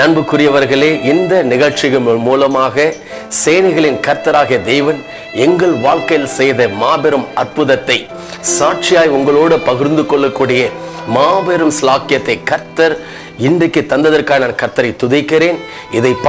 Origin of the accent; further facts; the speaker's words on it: Andhra Pradesh, India; சிறிய வயது முதல் கொண்டு அந்த ஆந்திரா பகுதியில தான் நான் படித்தேன். அங்கதான் நான் வளர்க்கப்பட்டோம்.